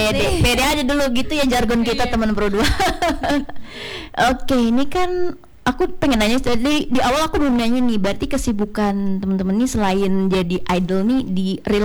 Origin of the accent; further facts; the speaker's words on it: Jakarta, Indonesia; Soalnya karena aku dari Jakarta ya, jadi aku tuh sering lihat yang kayak misalnya kalian ada yang cover atau segala macam itu